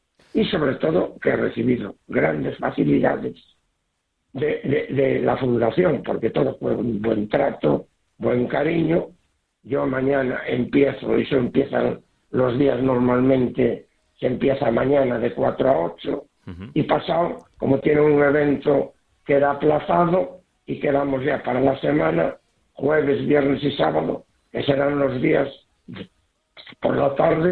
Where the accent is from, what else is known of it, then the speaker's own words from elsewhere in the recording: Vigo, Galicia, Spain; yo no lo conocí, soy de Vigo, yo no lo conocí, soy de Vigo.